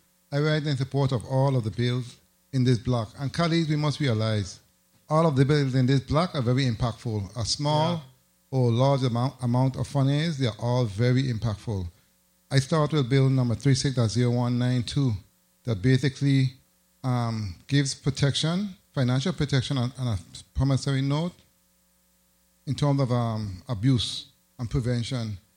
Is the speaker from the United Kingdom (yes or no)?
no; U.S. Virgin Islands; born or raised there